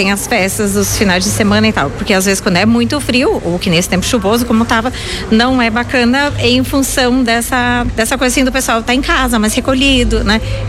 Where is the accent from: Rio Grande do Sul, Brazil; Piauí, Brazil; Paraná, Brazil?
Rio Grande do Sul, Brazil; Santa Clara do Sul; sou de Santa Clara do Sul.